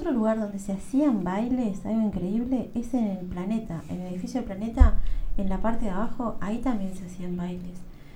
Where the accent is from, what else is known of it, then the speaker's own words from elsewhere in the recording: Atlántida, Canelones, Uruguay; born there; yo soy de acá de Atlántida